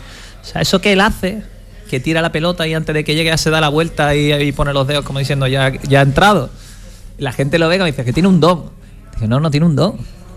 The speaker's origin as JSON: {"language": "Spanish", "town": "Cádiz", "region": "Andalusia", "country": "Spain", "said": "le dije que soy de Cádiz."}